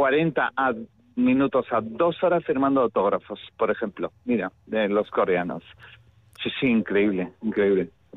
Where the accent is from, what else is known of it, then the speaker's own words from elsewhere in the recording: Basque Country, Spain; somos vascos y lo llevamos en la sangre y nunca vamos a decir que no somos euskaldunes ni somos de este país